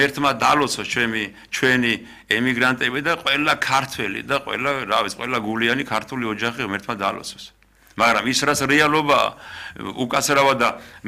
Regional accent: Mtskheta-Mtianeti, Georgia; მე ხევსური ვარ

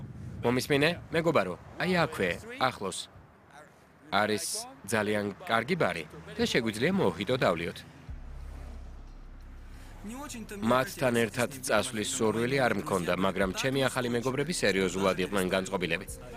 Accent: Ukraine; ძალიან გაიხარდათ როდესაც გაიგეს რომ უკრაინიდან ვიყავი

